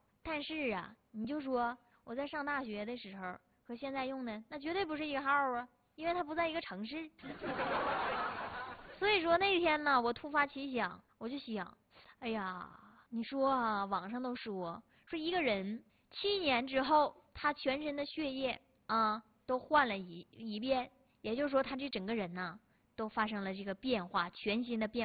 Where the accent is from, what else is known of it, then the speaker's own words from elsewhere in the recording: China; 我们中国人